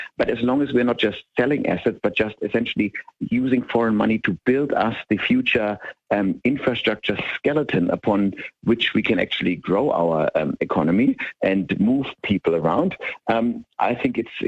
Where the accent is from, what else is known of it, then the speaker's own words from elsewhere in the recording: Germany; now in Australia; You can be optimistic about, you can't even be optimistic about my home country of Germany, where we've seen the economy shrink, population decline.